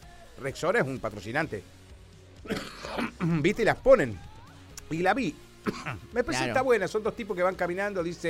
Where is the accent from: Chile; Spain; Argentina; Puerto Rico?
Argentina; Pero no es tan como somos los argentinos, tan intensos.